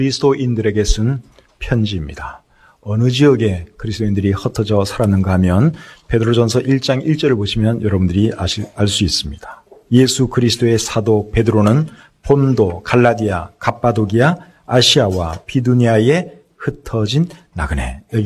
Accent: South Korea; 지금은 우리가 대한민국 사람으로서 대한민국 시민권을 가지고 대한민국에서 살고 있지만

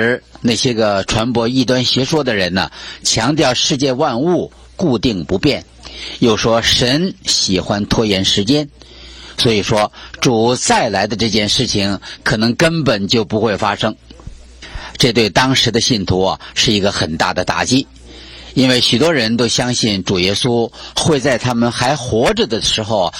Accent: China; 给我们中国人

